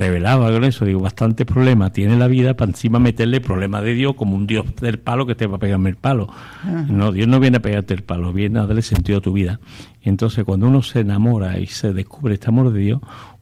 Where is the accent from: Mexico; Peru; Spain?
Spain; Seville, Andalusia; moved away as an adult; now in Canary Islands, Spain; Yo, que vengo también de una tierra mariana, también descubro que es un tesoro que en Sevilla, en mi pueblo